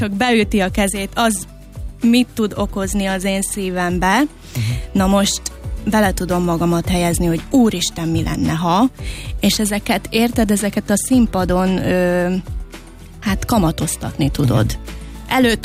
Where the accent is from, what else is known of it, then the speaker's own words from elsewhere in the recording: Komárno, Nitra Region, Slovakia; Felvidéken születtem, Komáromban, uh-huh. Révkomáromban, és egy kis faluban nevelkedtem tulajdonképpen uh-huh. a szüleimmel, és 4 testvéremmel, és 5. gyerekként születtem.